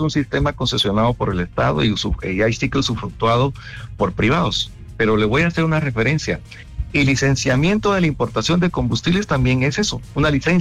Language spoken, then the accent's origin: Spanish; Guatemala; pero como somos guatemaltecos, prestando servicio a guatemaltecos